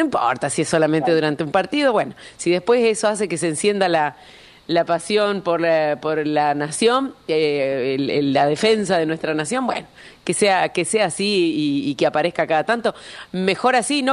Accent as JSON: {"language": "Spanish", "country": "Argentina", "said": "valoremos que somos argentinos"}